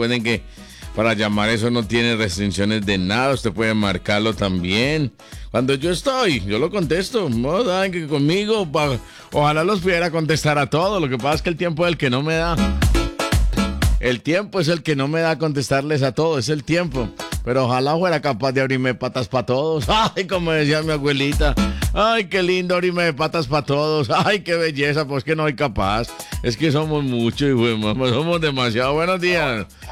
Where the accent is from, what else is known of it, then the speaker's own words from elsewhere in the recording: Colombia; born there; así se llama la vereda donde yo nací, La Bonita.